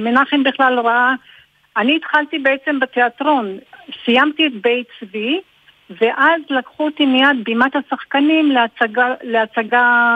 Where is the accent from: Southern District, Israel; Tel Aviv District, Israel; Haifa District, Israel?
Tel Aviv District, Israel; Tel Aviv; accent: Bulgarian r; also born or lived in Bulgaria; שההורים שלי הגיעו לארץ ואני בת שנה, שבנו ביפו, היינו ביפו, ולאט לאט כל הבולגרים התאספו והגיעו ליפו. ואני בעצם יפו תל אביב מאז שאני קטנה.